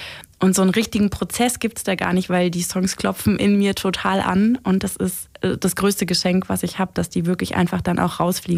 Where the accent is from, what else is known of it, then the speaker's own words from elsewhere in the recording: Berlin, Germany; moved away as an adult; now in Weserbergland, Germany; So als Großstadtkind, als Berlinerin